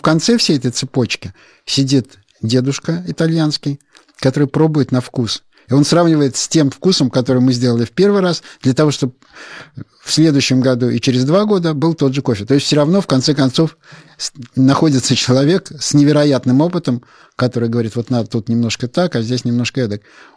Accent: Saint Petersburg, Russia; я как питерский человек, мне, в принципе, нравится рюмочная.

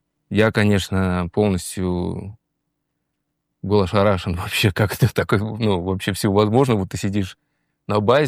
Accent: Kamchatka Krai, Russia; born or raised there

